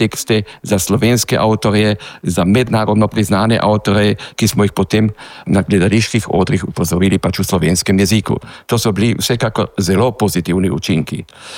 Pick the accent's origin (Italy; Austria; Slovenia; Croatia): Austria; Carinthia; Koroški Slovenci pa seveda tega nismo čutili